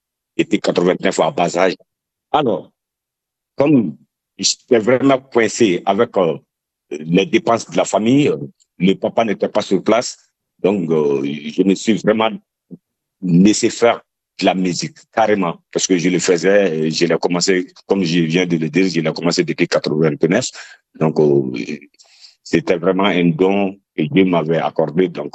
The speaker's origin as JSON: {"language": "French", "town": "Kolondiéba", "region": "Sikasso", "country": "Mali", "tie": "born or raised there", "said": "ça c'est mon vrai nom. Alors, je suis originaire du Mali et précisément de la région de Sikasso. Et je suis né dans un cercle, le cercle s'appelle Colon Djeba."}